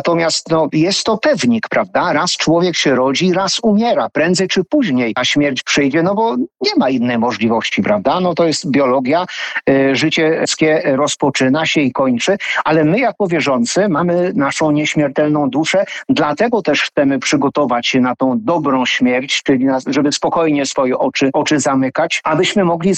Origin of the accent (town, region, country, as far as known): Złotów, Greater Poland Voivodeship, Poland; moved away